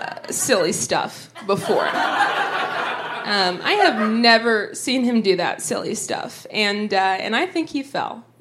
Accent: Dayton, Ohio, United States; moved away; So I grew up originally in Ohio, Southwest Ohio, in Dayton.

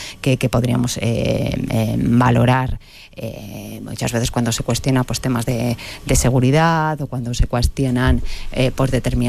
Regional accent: Navarre, Spain

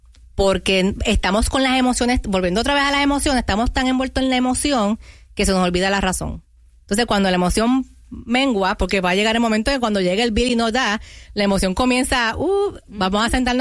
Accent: Puerto Rico; Ya que soy boricua, vamos a hablar de la isla

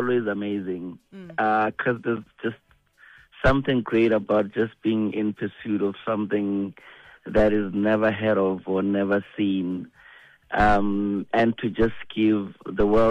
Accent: Limpopo, South Africa; So this was like, I grew up in Limpopo, in Gamalepo. Teflop is just like a few k's away from us.

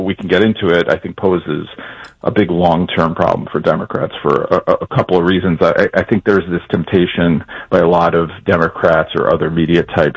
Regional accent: New York, United States; these places in New York where I'm from New York originally

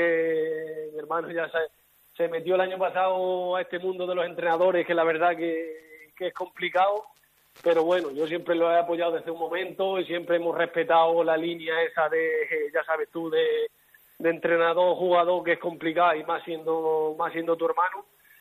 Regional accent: Quintana, Spain; al final el pueblo te tira mucho y decidí volver a mi pueblo, a la regional, que conseguimos el ascenso ya hace unos añitos. Y la verdad que muy contento de ayudar a mi pueblo en todo lo que pueda.

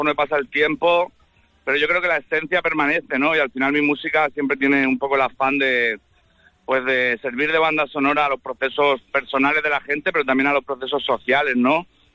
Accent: Region of Murcia, Spain; yo sabes que soy de Murcia

